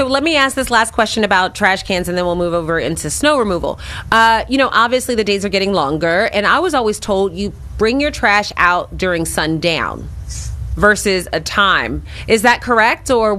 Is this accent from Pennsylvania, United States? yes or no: yes; Philadelphia, Pennsylvania, United States; I'm born and raised in Philadelphia, and when people come here, their number one complaint is how dirty the city is.